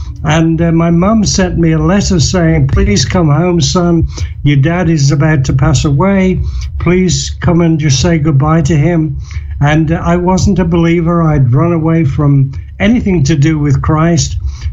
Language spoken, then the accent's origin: English; Nigeria; born there; I was born in Nigeria back in 1940. My mum and dad were from Liverpool, and they had actually met at a language school in a place called Minna in Nigeria, fell in love, got married in Kano, and I came along on December the 19th, 1940.